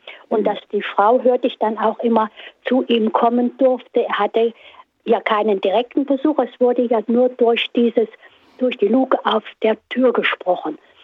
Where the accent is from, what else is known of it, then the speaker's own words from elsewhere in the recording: Thuringia, Germany; ich komme aus dem Eichsfeld, das war ja damals Ostzone